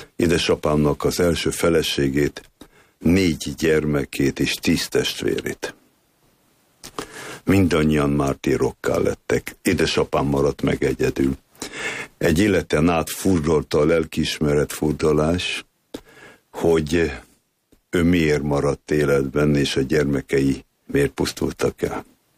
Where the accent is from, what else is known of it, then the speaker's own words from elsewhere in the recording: Budapest, Hungary; born there; also born or lived in Nyíregyháza, Szabolcs-Szatmár-Bereg, Hungary; Én Nyíregyházán születtem, a Nyírségben is, talán 2 éves voltam, amikor felkerültem a szüleimmel Budapestre, tehát a gyökereim ez a Nyírségbe vezetnek vissza, de az életem, eddig életem 68 éve Budapesthez köt.